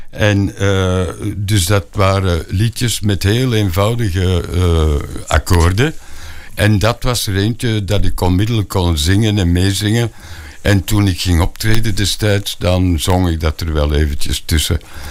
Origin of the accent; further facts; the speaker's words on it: Antwerp, Flanders, Belgium; Ik ben geboren en getogen Antwerpenaar. Ja, ja. Ik ben een echte senior, hè.